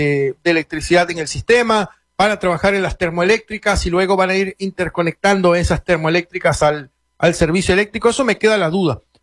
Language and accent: Spanish; Venezuela; Y digo que me gustaría saber como venezolano.